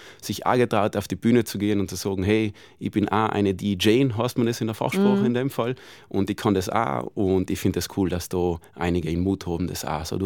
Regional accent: Trentino-Alto Adige, Italy; sei es weltweit, aber auch da bei uns in Südtirol ist das ein sehr männerdominierter Job.

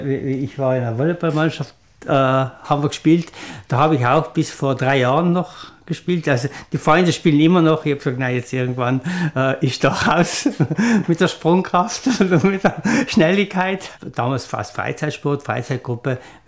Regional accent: Bolzano, Trentino-Alto Adige, Italy; ich bin auch in Bozen aufgewachsen.

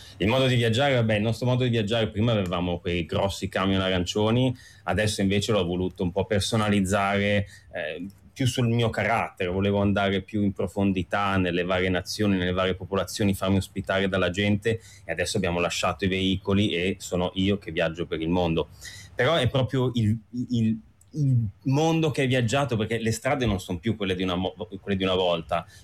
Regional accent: Milan, Lombardy, Italy; Comunque sono di Milano, mio padre è di Torino.

